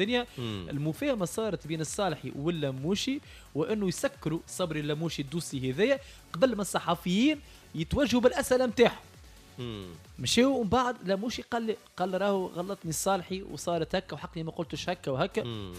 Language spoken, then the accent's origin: Arabic; Tunisia; احنا كصحفيين وكتوانسه